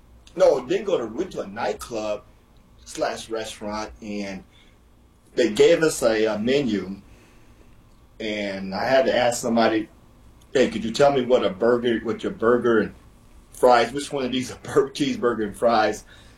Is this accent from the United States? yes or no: yes; United States; I'm a meat and potato guy, and I'm straight American.